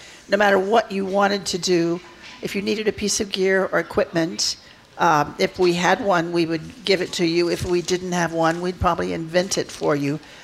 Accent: Wichita, Kansas, United States; Well, I was from Wichita, Kansas, and I didn't really know what the CIA was back then.

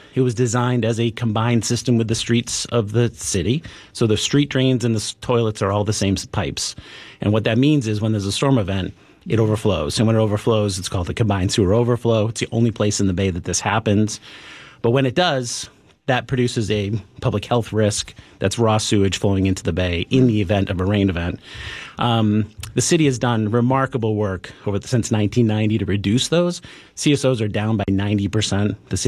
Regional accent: New Bedford, Massachusetts, United States; I mean, when I grew up near New Bedford Harbor in the 70s and 80s, you were aware of the odor and the color of when the treatment plant, where the treatment plant was.

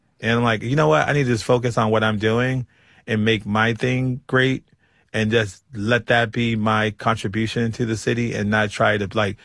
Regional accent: Baltimore, Maryland, United States; it was not really necessarily my experience completely growing up in Baltimore

